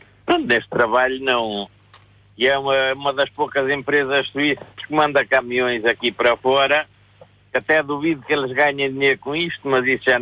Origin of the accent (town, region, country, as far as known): Ansião, Leiria, Portugal